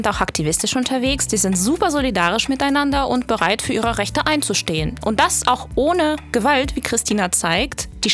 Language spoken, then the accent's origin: German; Russia; moved away; Ich komme selbst aus der Grenzregion zu Kasachstan, aber auf der russischen Seite.